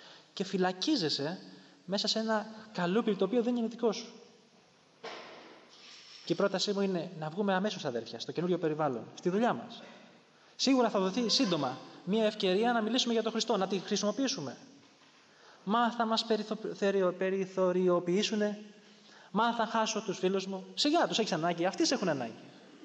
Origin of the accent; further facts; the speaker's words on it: Patras, Western Greece, Greece; moved away; Στην Πάτρα 30 χρόνια ήμουν, όλους τους ήξερα.